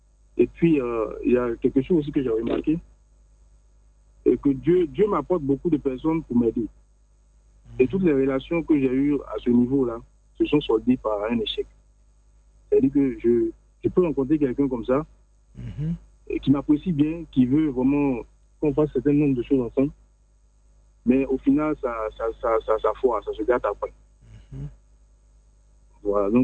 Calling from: Abata, Côte d’Ivoire; Je vous appelle de Abata.

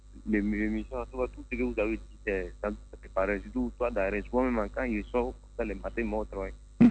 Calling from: Abidjan, Côte d’Ivoire

